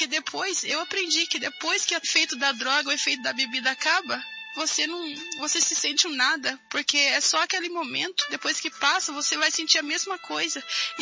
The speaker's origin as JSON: {"language": "Portuguese", "town": "Sorocaba", "region": "São Paulo", "country": "Brazil", "said": "sou da cidade de Sorocaba."}